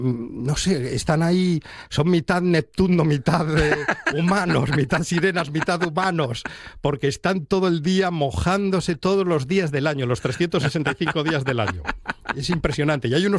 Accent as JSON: {"language": "Spanish", "town": "Avilés", "region": "Asturias", "country": "Spain", "tie": "born or raised there", "also_born_or_lived": "Oviedo", "lives_now": "Gijón, Spain", "said": "Yo nací por accidente en Oviedo, me crié en Avilés, me considero avilesino, y llevo viviendo media vida en Gijón."}